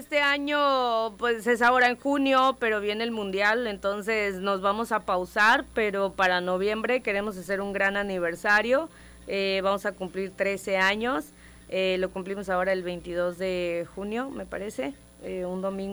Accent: Tabasco, Mexico

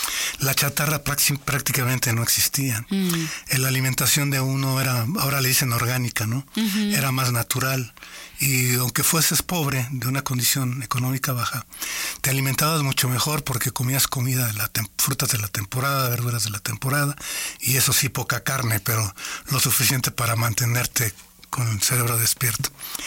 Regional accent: Mexico City, Mexico; born there; moved away; also born or lived in Guanajuato; yo vengo de la Ciudad de México, uh-huh, y soy de Guanajuato

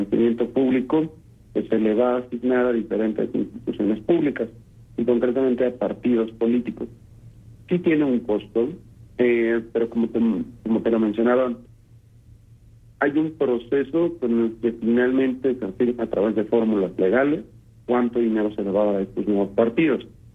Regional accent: Mexico

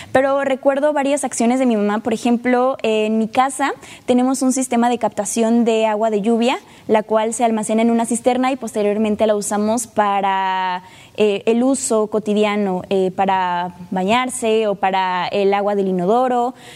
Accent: Tantoyuca, Veracruz, Mexico; Wow, pues Tantoyuca, mi pueblo, es muy diferente a la ciudad.

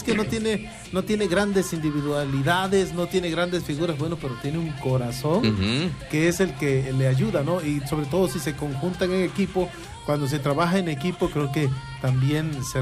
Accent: Mexico; Porque para nosotros como mexicanos ya se nos hace común de que México meta un gol

